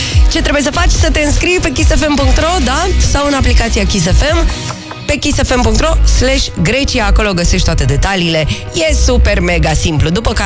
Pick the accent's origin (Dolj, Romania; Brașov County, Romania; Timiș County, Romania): Brașov County, Romania; Brașov; eu sunt brașovean, că ce să vă zic acum? Na, mie îmi place la răcoare, mai printre munți.